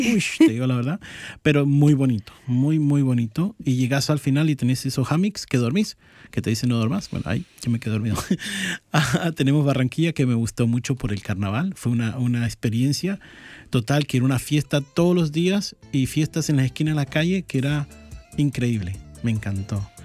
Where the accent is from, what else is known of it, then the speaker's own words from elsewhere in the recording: Argentina; para mí como argentino tenía de todo. Tenía el alfajor, tenía nosotros como unos caramelos que se llaman palito de la selva